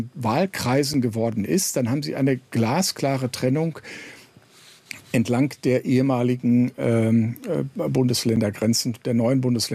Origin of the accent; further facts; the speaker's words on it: North Rhine-Westphalia, Germany; Ich meine, ich komme aus Nordrhein-Westfalen.